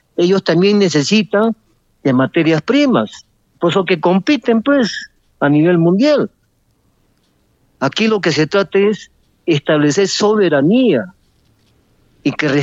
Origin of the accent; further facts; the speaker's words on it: Peru; nosotros, como peruanos, tenemos que proteger nuestros intereses